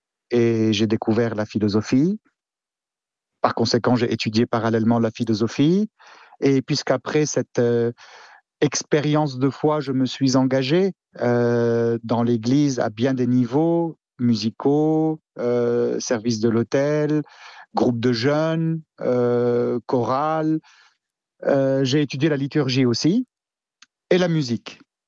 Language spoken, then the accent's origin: French; Beirut, Beirut Governorate, Lebanon; moved away as an adult; je suis né dans la guerre. Je suis né dans la partie chrétienne de Beyrouth, où j'ai habité ma vie lorsque je vivais au Liban, c'est-à-dire mes 24 premières années.